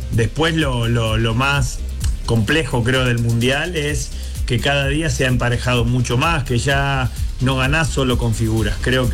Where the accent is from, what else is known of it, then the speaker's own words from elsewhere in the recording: Argentina; tantos años disfrutándolo y teniéndolo como bandera, no solo de fútbol, sino de nuestro país